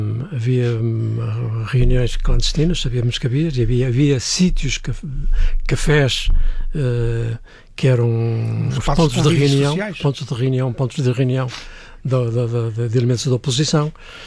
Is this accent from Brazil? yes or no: no; Arcos de Valdevez, Norte, Portugal; O 1 de Maio vivi-o na minha terra, nos Arcos de Valdevez, em Arcos de Valdevez